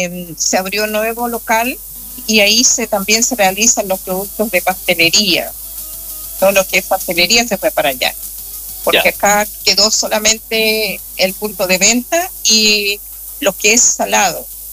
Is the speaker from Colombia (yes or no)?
no; Santiago, Santiago Metropolitan Region, Chile; moved away as an adult; now in Coyhaique, Chile; nosotros somos de Santiago